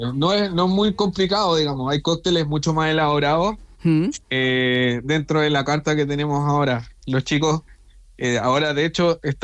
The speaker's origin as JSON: {"language": "Spanish", "country": "Chile"}